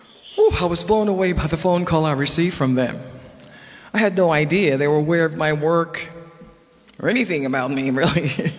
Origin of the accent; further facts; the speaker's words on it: Perrine, Florida, United States; Some of my earliest childhood memories in my hometown of Perrine in Richmond Heights, Florida, are on Sunday mornings listening to my grandmother lead the church in song and praise